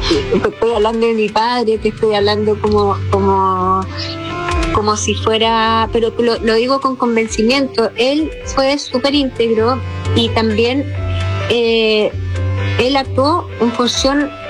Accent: Chile; nosotros también como chilenos

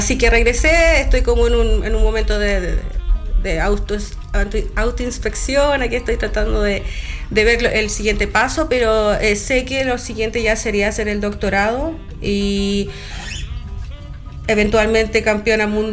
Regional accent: Chile; moved away as an adult; also born or lived in United States; mi vida acá en Chile. Y a mí me gustan las cosas con balance, porque yo soy chilena.

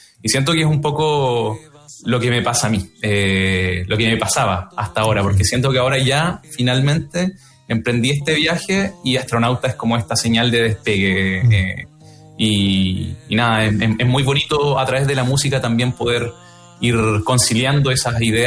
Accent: Temuco, Araucanía, Chile; moved away as an adult; now in Concepción, Chile; cuando me vine a vivir a Conce, yo soy de Temuco originalmente, cuando me vine a vivir a Conce con mi esposa

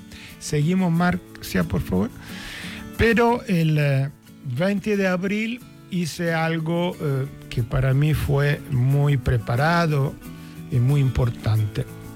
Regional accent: Inverigo, Lombardy, Italy; moved away; also born or lived in Milan; Yo, si bien nacido en Milán, la gran ciudad, pero a los 7 años con mi familia nos hemos trasladado en Inverigo a 30 kilómetros al norte, cerca del lago de Como. Y es un pequeño pueblo rural de unos 10.000 habitantes.

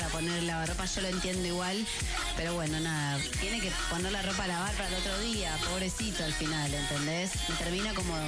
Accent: Argentina; Impresionante lo que somos los fans argentinos.

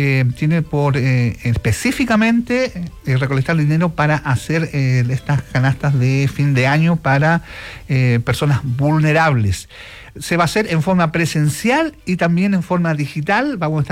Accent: Chile; a propósito del país que construimos todos juntos como chilenos

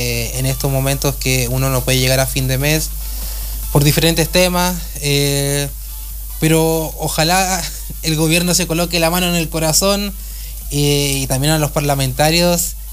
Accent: Puerto Aysén, Aysén, Chile; yo soy de Puerto Aysén

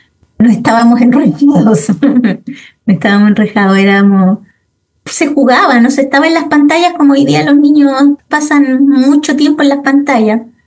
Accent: Valdivia, Los Ríos, Chile; born there; moved away as an adult; also born or lived in La Unión, Chile; now in Santiago, Chile; Y después nos trasladamos, porque mi papá era profesor normalista, y nos trasladamos a Valdivia.

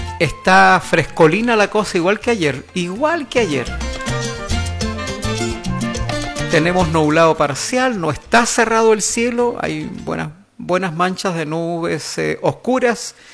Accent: Chile; somos chilenos todo el año.

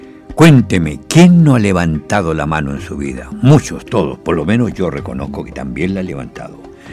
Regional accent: Chile; no te olvides que estamos a 3 semanas de las fiestas patrias, nuestro aniversario de nuestra libertad como chilenos.

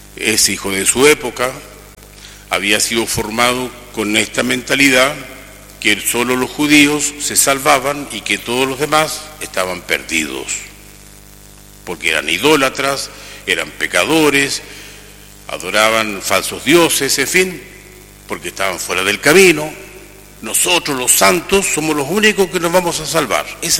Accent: Chile; Como somos chilenos, somos muy sensibles

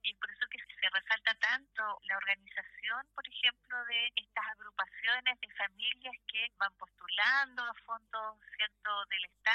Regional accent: Viña del Mar, Valparaíso, Chile; yo soy de Viña del Mar, vivo acá, trabajo acá

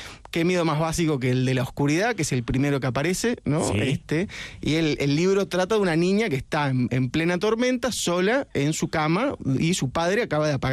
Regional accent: Argentina; como argentino que siempre pude entrar en Chile

